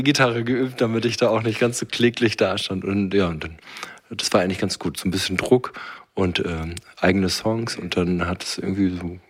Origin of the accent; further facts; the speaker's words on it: Malchow, Mecklenburg-Vorpommern, Germany; moved away as an adult; also born or lived in Waren; now in Berlin, Germany; ursprünglich komme ich von der Müritz, also oder beziehungsweise aus Malchow. In Waren bin ich geboren, in Malchow aufgewachsen, wohne aber in Berlin, in Köpenick.